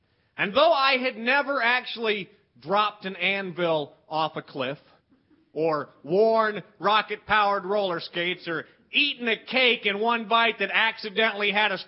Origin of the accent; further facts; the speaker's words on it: West Virginia, United States; But I grew up here in West Virginia